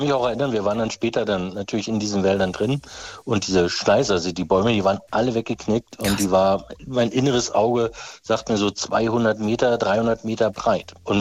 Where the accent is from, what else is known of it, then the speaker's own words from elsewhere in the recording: Stechau, Brandenburg, Germany; now in Potsdam, Germany; Ich war damals 7 Jahre alt. Ich komme aus dem Örtchen Stechau. Das ist südlichstes Brandenburg, Elbe-Elster-Kreis.